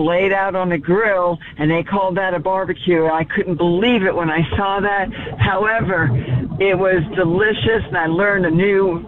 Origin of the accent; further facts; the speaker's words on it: New York, United States; moved away; Originally, I grew up in New York, and a barbecue was hot dogs and hamburgers, salads and all that. And then when I moved to North Carolina, I was invited to a barbecue.